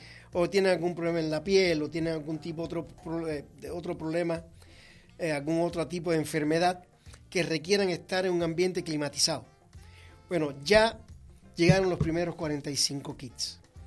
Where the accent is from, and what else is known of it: Cuba